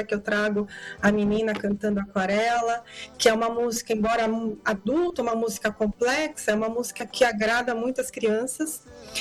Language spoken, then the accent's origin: Portuguese; Italy; Você sabe que eu sou italiana